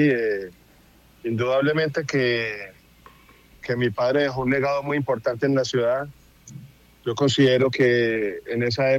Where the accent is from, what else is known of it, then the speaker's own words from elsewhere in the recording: Pereira, Risaralda, Colombia; yo soy pereirano de raza. Sí tengo la doble nacionalidad, pero yo realmente soy pereirano.